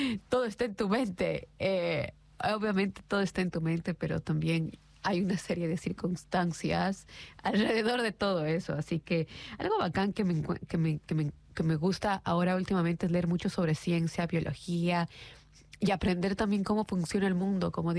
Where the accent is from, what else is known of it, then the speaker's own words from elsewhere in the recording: Ecuador; now in Hamilton, New Zealand; esto sí lo dejo en español porque obviamente es la lengua que nos conecta como ecuatorianos en el momento.